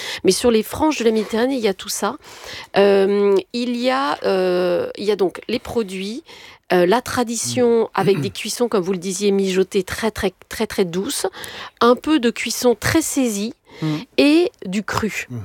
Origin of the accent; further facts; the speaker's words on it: Tunisia; born there; Mais je suis née en Tunisie.